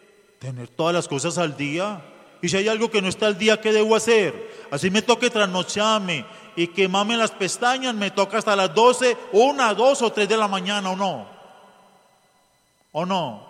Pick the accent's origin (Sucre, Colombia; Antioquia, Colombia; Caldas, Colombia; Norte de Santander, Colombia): Antioquia, Colombia; como buenos antioqueños dejamos todo para última hora.